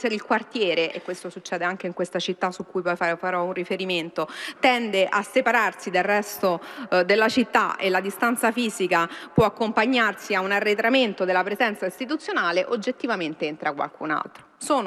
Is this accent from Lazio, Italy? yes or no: yes; Rome, Lazio, Italy; ma sono romana